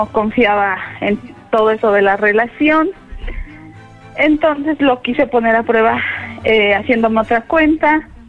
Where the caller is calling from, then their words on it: Chalco, State of Mexico, Mexico; De Chalco.